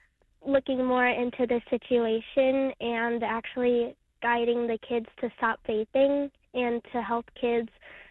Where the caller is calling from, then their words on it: Queens, New York, United States; I'm calling from Queens.